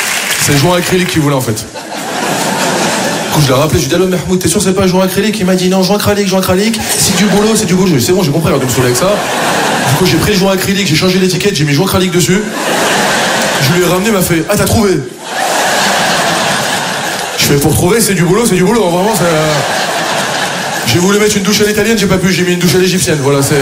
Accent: France; je suis fier de mes origines et je suis fier d'être français, moi aussi. Je suis un bon français.

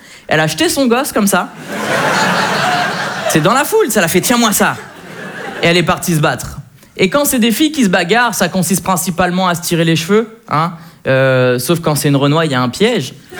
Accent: Le Havre, Normandy, France; moved away as an adult; also born or lived in Neuilly-sur-Seine; now in Paris, France; je fais du stand-up depuis un moment. Moi, je suis originaire du Havre.

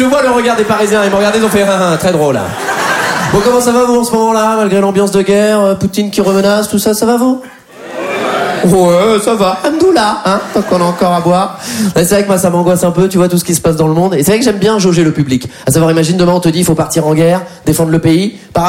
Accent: Poitiers, Nouvelle-Aquitaine, France; Moi, je viens de Poitiers. Voilà, ça te flingue une ambiance, hein, généralement.

